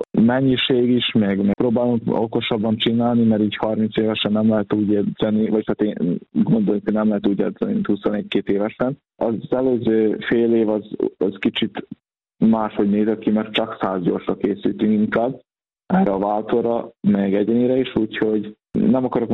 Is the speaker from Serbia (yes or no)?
yes; Senta, Vojvodina, Serbia; now in Szeged, Hungary; Hála Istennek, Vajdaságban Zenten nőttem fel, ahol tényleg nagyon szörnyű az úszoda, hogy néz ki